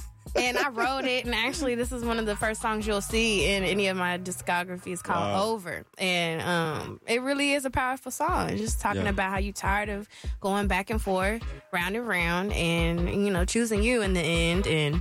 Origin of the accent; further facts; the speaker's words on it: Tulsa, Oklahoma, United States; I actually sang it one time at an open mic in my hometown, Tulsa, Oklahoma.